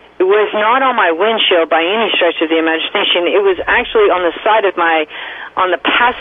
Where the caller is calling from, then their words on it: California, United States; I'm from SoCal.